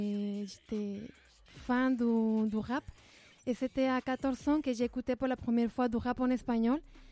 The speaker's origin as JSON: {"language": "French", "country": "Guatemala", "second_language": "French", "moved": "yes", "lives_now": "Toulouse, France", "said": "Oui, je viens de Guatemala."}